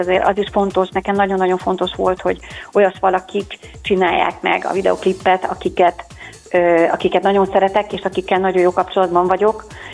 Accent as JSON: {"language": "Hungarian", "country": "Hungary", "said": "Hiszen magyar emberek vagyunk"}